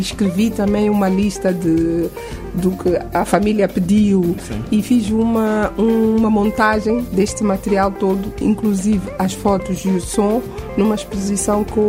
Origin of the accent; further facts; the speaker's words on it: Quelimane, Zambezia, Mozambique; Eu sou de Climane, então a gente não segue muito.